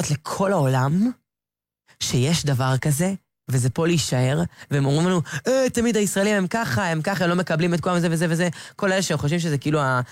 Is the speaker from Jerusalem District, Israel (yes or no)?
no; Ramat Gan, Tel Aviv District, Israel; אנחנו גם מרמת גן, אנחנו לא גדולים בחיפה.